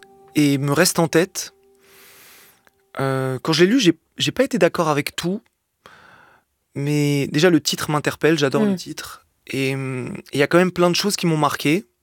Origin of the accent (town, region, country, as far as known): Algeria